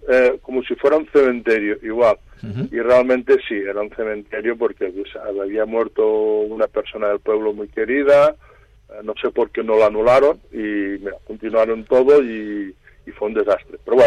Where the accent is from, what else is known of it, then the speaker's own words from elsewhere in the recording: Ponts, Catalonia, Spain; fue precisamente en mi pueblo natal, en Pons.